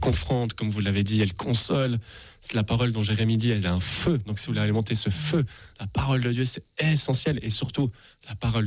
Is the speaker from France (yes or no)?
no; Switzerland; Je suis suisse, nous on dit 71, mais 71. Mon épouse est française, donc j'apprends à dire les chiffres à la française.